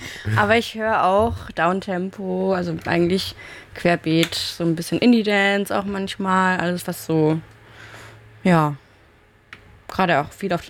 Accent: Pforzheim, Baden-Württemberg, Germany; born there; Ich bin ursprünglich in Pforzheim geboren

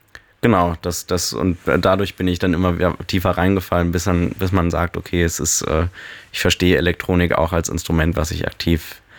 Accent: Germany; moved away as an adult; now in Cologne, Germany; ich komme ursprünglich aus der Berliner Vorstadt und es war also für mich als 18-jährige Person

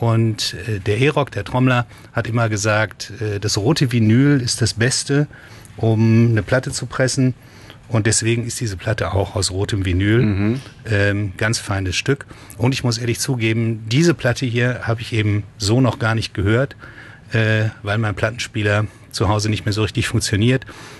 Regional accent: Hagen, North Rhine-Westphalia, Germany; Aber was jetzt kommt, ist eine Band aus meiner Heimatstadt Hagen.

